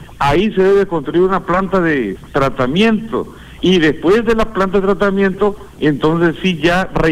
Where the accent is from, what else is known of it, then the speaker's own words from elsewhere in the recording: Villahermosa, Tabasco, Mexico; born there; yo nací aquí en Villahermosa